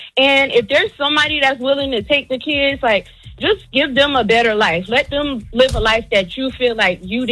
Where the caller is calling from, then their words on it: Charleston, South Carolina, United States; I'm calling from Charleston.